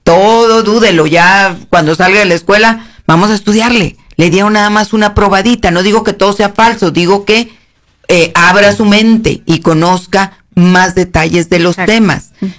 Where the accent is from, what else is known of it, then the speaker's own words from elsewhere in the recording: Coahuila, Mexico; somos coahuilenses